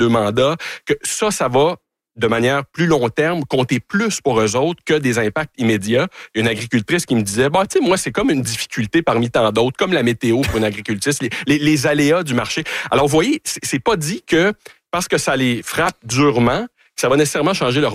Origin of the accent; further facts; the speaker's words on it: Canada; Ben, c'est drôle, mais quand on dit qu'on est Canadien, honnêtement, sur le terrain, il y a beaucoup de gardes qui tombent